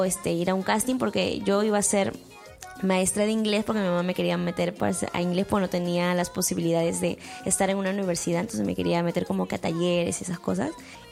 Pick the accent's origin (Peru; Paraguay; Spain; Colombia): Peru; Pacasmayo, La Libertad; also born or lived in Callao; yo nací en Campanita, en Pacasmayo nací, y luego mi papá también tiene familia en el Callao. Entonces viví en el Callao, pues, hasta los 5 años.